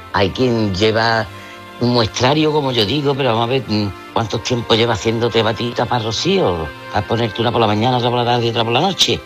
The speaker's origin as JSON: {"language": "Spanish", "region": "Andalusia", "country": "Spain", "said": "nosotros los que somos andaluces"}